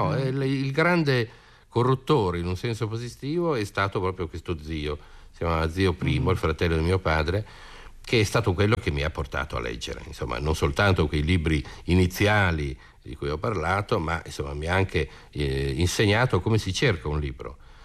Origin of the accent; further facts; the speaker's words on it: Parma, Emilia-Romagna, Italy; io sono di Parma